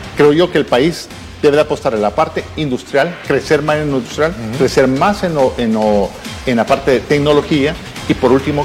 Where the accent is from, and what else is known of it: El Salvador